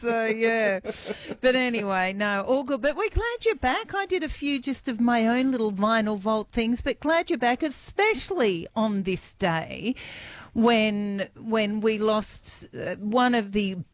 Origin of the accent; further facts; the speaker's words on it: Tamworth, New South Wales, Australia; But she was from my hometown. And so, you know, everyone knows it's kind of like walking down Peel Street in Tamworth, you know.